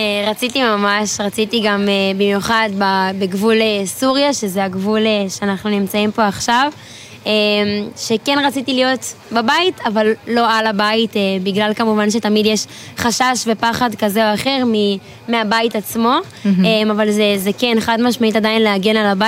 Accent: Northern District, Israel; also born or lived in Tiberias / Karmiel; אני מהגליל המערבי

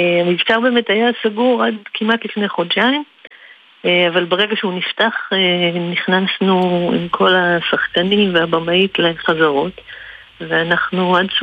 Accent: Central District, Israel; moved away as an adult; אני מהמרכז

